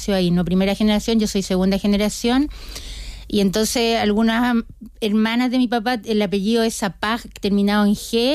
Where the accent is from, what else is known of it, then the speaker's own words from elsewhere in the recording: Chile; Te diría que me siento más palestina cuando he estado y también me siento más chilena viviendo fuera.